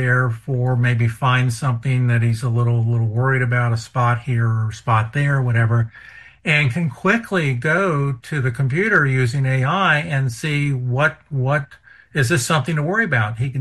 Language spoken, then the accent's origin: English; Cincinnati, Ohio, United States; now in North Carolina, United States; I'm from Cincinnati, so I'm a baseball fan. Grew up with the Reds.